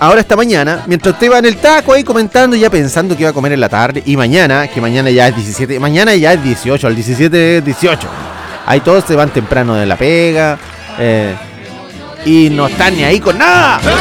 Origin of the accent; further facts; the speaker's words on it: Chiloé, Los Lagos, Chile; Nosotros acá somos chilotes, cabrón.